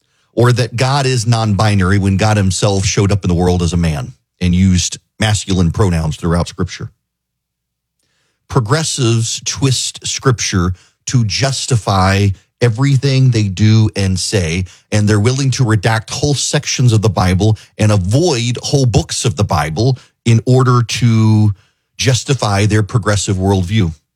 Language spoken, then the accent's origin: English; Dubai, United Arab Emirates; When I was a kid growing up in Dubai, we would get invited to public executions.